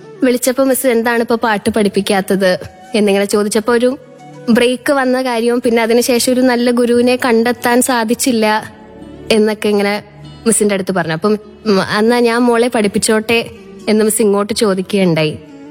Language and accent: Malayalam; Tripunithura, Kerala, India; Ernakulam Tripunithura സ്വദേശിനിയാണ്. Sacred heart കോളേജിൽ MCOM 1st year വിദ്യാർത്ഥിനിയാണ്.